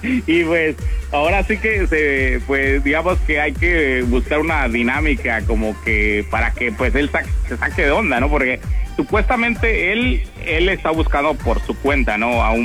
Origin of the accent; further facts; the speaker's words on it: Mexico; accent: Mexican; now in New Jersey, United States; No, soy mexicano, hombre. Ahora sí que puede ser que ya se me ha quitado un poquito el acento de México, ¿no? Pero soy mexicano, hombre.